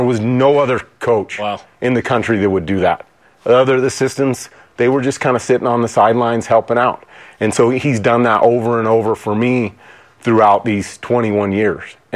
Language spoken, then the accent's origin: English; Utah, United States; born there; moved away; also born or lived in Northern California; I grew up in Utah and in Northern California